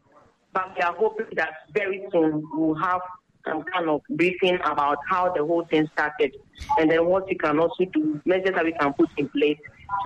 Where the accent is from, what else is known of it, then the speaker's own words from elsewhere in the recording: Ghana; our moral values that we know as a Ghanaian, the typical of the village.